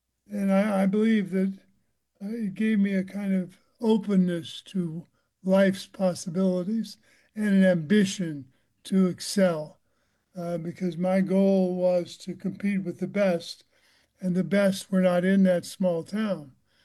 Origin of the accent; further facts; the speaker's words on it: Missouri, United States; moved away as an adult; also born or lived in New Jersey; growing up in small town Missouri was a gift in a way, and it encouraged me to set high goals. I think that the Midwest was, it was faith-based